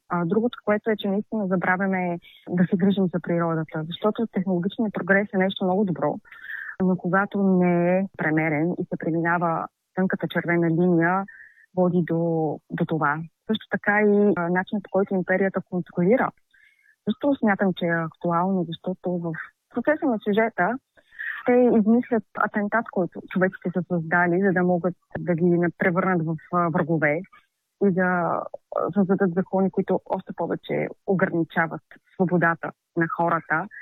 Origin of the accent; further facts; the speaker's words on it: Haskovo, Haskovo Province, Bulgaria; аз съм родом от Хасково.